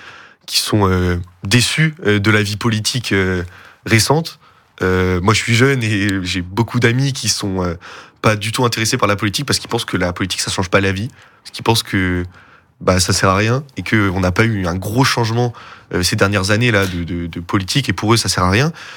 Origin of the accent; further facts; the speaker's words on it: Pays de la Loire, France; now in Brittany, France; Moi, je viens de Vendée de base